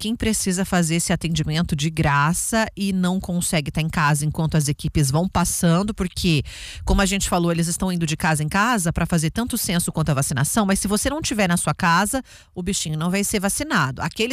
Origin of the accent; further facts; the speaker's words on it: Aquidauana, Mato Grosso do Sul, Brazil; Sou de Aquidauana